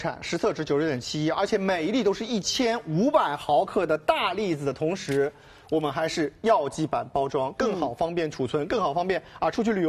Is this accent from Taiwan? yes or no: no; Shanghai, China; 咱们上海人喜欢吃什么？浓油赤酱。